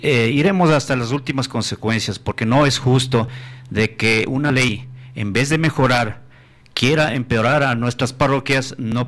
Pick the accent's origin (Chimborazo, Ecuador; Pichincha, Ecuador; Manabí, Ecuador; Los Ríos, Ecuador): Chimborazo, Ecuador; Penipe; hoy me he puesto al frente de mi pueblo, de mi parroquia, para defender los recursos que nos corresponde por derecho y por ley.